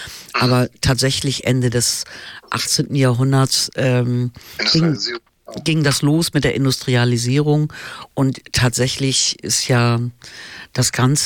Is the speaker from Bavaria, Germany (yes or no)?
no; Hamburg, Germany; born there; Ich habe da natürlich jetzt hier als gebürtige Hamburgerin eine Westsozialisation.